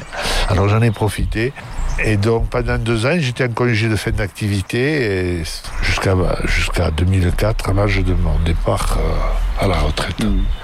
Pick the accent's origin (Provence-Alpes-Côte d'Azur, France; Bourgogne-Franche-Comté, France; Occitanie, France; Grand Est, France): Occitanie, France; La Cresse; also born or lived in Millau; now in Peyreleau, France; Moi, je suis originaire de la Crèce, voilà. Je suis né en 44 et j'ai passé mon enfance à la Crèce, donc l'école communale, l'école de garçons.